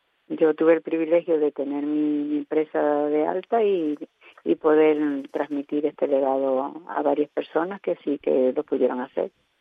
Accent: Canary Islands, Spain; la expresión fue como muy canaria

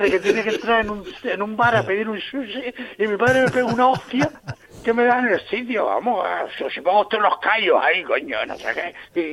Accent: Las Palmas de Gran Canaria, Canary Islands, Spain; yo no soy canario, yo soy independentista de la Isleta.

